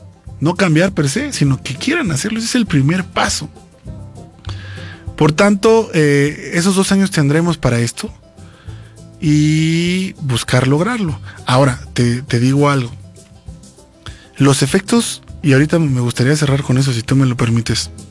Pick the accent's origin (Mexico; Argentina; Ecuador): Mexico